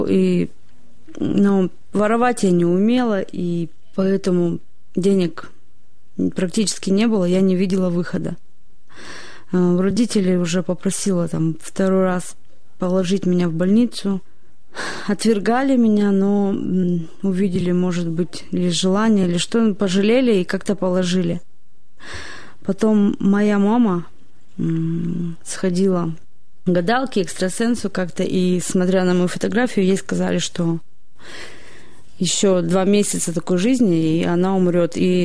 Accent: Nizhny Tagil, Sverdlovsk Oblast, Russia; мне 30 лет. Родилась и выросла в Нижнем Тагиле.

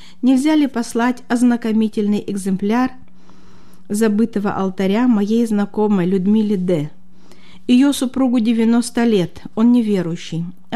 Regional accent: Karakol, Issyk-Kul Region, Kyrgyzstan; now in Hawaii, United States; Живем мы на Гавайях. Сами мы из бывшего Союза. Мой Женя из Узбекистана, с Ферганы. Я из Киргизии, из Пржевальска.

